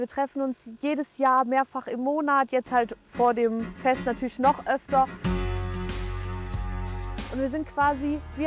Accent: Rurberg, North Rhine-Westphalia, Germany; born there; Ich komme aus Ruhrberg und man war schon als kleines Kind hier, damals noch im Kinderparadies.

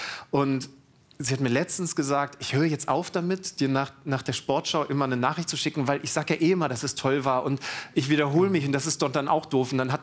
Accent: Lower Saxony, Germany; born or raised there

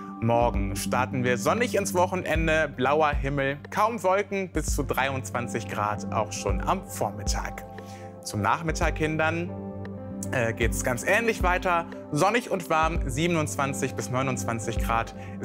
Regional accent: Münster, North Rhine-Westphalia, Germany; Meine Heimat, mein Verein Münster und die Preußen.

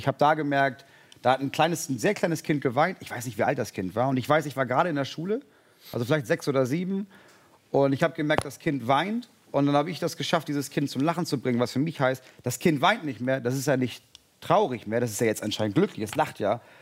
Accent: Munich, Bavaria, Germany; Als Münchner.

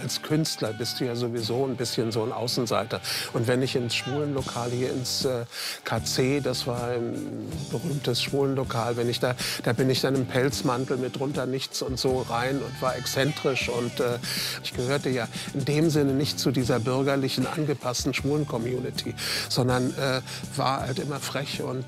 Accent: Berlin, Germany; born there; also born or lived in Latvia; dass ich bin ja im Gefängnis geboren und bin dann in ein Krankenhaus gekommen, wo dann meine zweiten Eltern mich sozusagen geklaut haben am Ende des Krieges in Lettland und haben mich nach Berlin gebracht

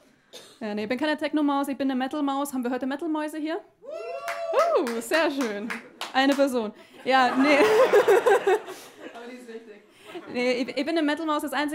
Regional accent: Austria; moved away as an adult; now in Berlin, Germany; Ich sage das bei mir am Anfang immer dazu, weil ich weiß, man hört es nicht so raus. Ich komme aus Österreich. Habe mich gut integriert. Ja. Na, ich wohne jetzt aber seit 2,5 Jahren in Berlin

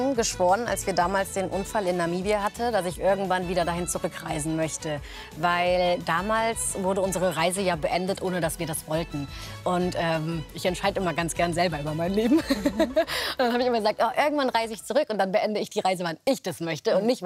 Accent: Cologne, North Rhine-Westphalia, Germany; born there; weil ich bin gebürtige Kölnerin, meine Familie, meine Freunde sind alle aus Köln.

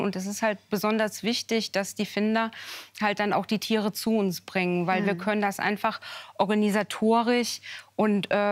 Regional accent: Cologne, North Rhine-Westphalia, Germany; also born or lived in United States; Ich bin ja im Kölner Zoo groß geworden, also dahinter.

